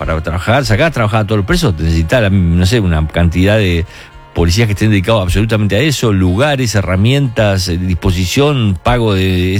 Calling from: Caballito, Buenos Aires, Argentina; de Caballito

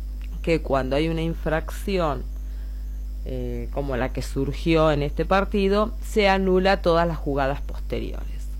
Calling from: Argentina

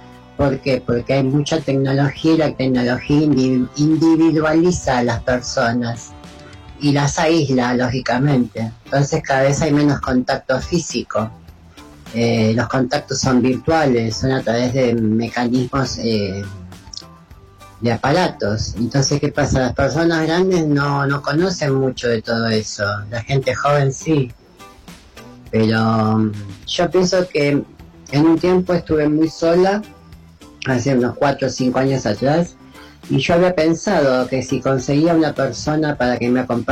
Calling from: Caseros, Buenos Aires Province, Argentina; de Caseros.

